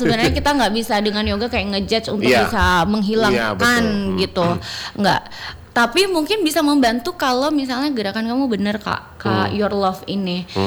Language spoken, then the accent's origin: Indonesian; Tanjung, North Kalimantan, Indonesia; karena aku kan dari Tanjung nih, biasa main ke Tarakan, jadi biasa pernah ikut kelas di Tarakan sebelum aku jadi teacher.